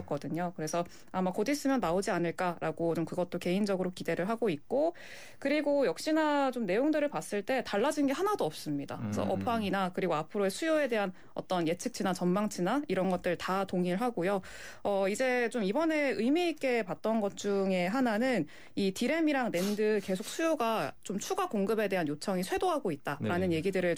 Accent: South Korea; 아무래도 한국 사람이다 보니까 심리가 네.

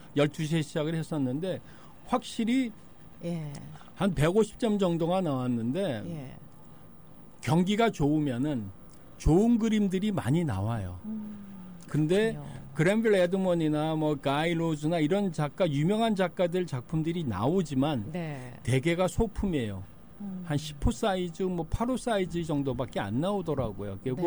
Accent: South Korea; now in United States; 왜냐하면 저는 동양인이 한국 사람이고 거기는 한국 사람들이 외국 동양인이 별로 없거든요.

